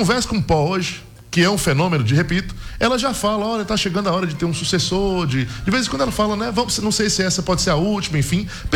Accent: Bahia, Brazil; Eu, sendo baiano, sertanejo

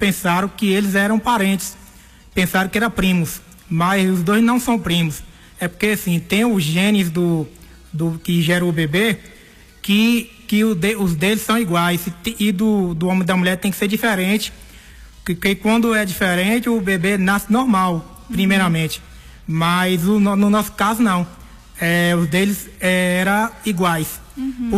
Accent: São Paulo, Brazil; born there; also born or lived in Caeté; eu nasci em 1991 em São Paulo, no Hospital Ipiranga, na Zona Leste, em São Paulo.

